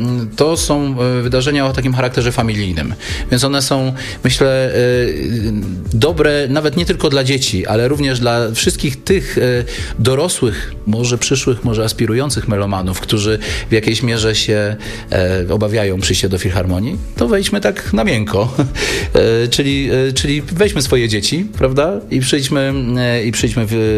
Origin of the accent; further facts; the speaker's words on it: Wrocław, Lower Silesian Voivodeship, Poland; ja akurat jestem wrocławianinem